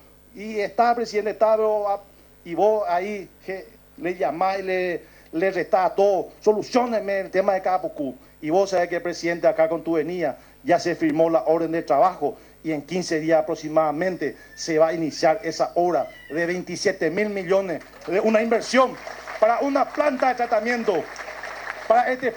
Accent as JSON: {"language": "Spanish", "country": "Paraguay", "said": "que también son paraguayas, que también somos paraguayos"}